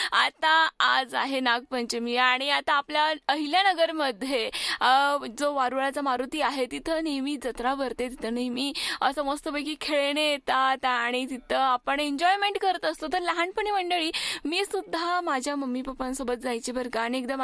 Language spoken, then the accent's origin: Marathi; Ahilyanagar, Maharashtra, India; जेव्हा माझ्या लहानपणी म्हणजे नाही म्हणलं तरी 15 वर्षापूर्वीचं जे पचंब आपल्या नगरमध्ये भरायचा ना